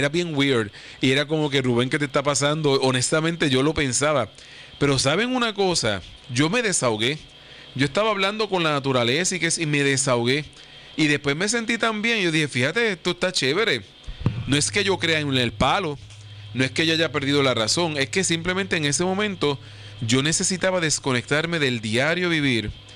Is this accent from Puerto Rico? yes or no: yes; Puerto Rico